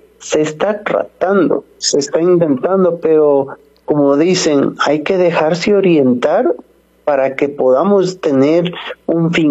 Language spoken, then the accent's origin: Spanish; Ecuador